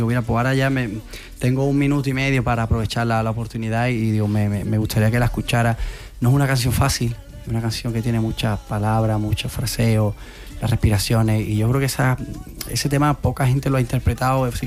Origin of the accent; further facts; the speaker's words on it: Mairena, Andalusia, Spain; gente de mi pueblo, músicos de Mairena también